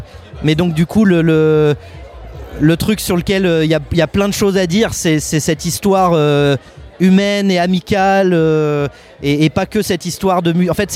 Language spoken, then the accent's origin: French; Chartres, Centre-Val de Loire, France; moved away; On est originaire de Chartres. Donc Chartres. Et donc notre QG, c'est Chartres, on va dire.